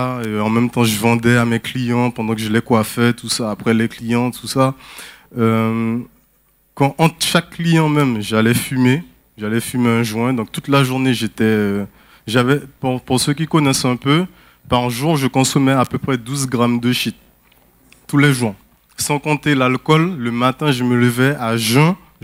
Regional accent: French Guiana, France; born there

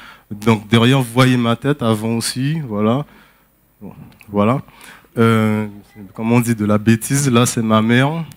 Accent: French Guiana, France; born there; Je suis née en Guyane, d'une mère qui est martiniquaise.

